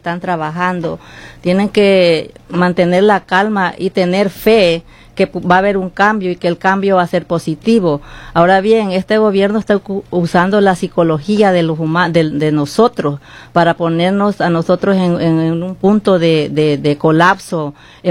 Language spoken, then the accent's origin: Spanish; El Salvador; moved away